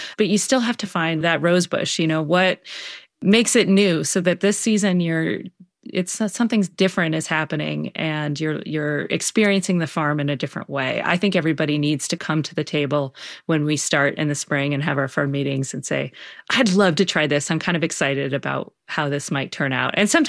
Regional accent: Baltimore, Maryland, United States; I'm from Baltimore and it's like, oh gosh, who's that famous poet

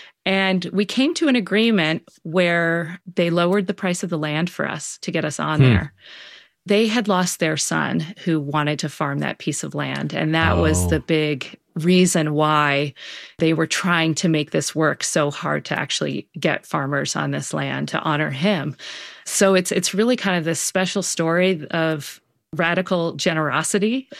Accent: East, United States; now in Durango, United States; he's from Minnesota and I'm from the East.

